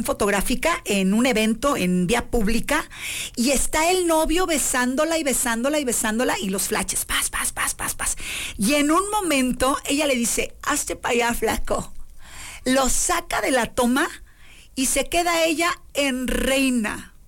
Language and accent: Spanish; Tamaulipas, Mexico; also born or lived in Ciudad Acuña; now in Saltillo, Mexico; Yo viví allá muchísimos años de mi vida. Bueno, ya saben que yo soy de Tamaulipas.